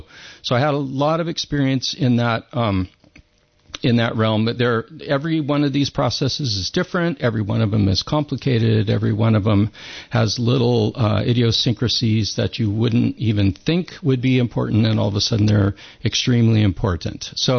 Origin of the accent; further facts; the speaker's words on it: Capitola, California, United States; I'm a lifelong resident here of Santa Cruz County. I grew up in Capitola